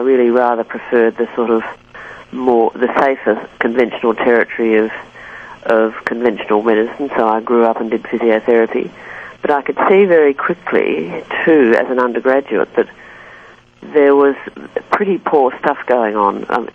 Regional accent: Sydney, New South Wales, Australia; Growing up in Sydney

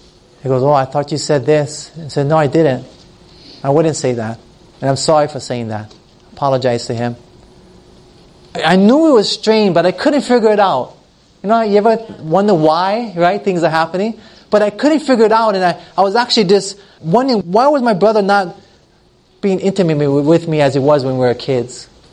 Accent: Hilo, Hawaii, United States; moved away as an adult; back to my hometown where I grew up in Hilo, Hawaii. My family's from, they all lived there

